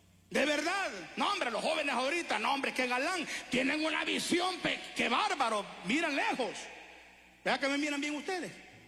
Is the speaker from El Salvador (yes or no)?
yes; El Salvador; porque eso pasó allá en mi país, en El Salvador.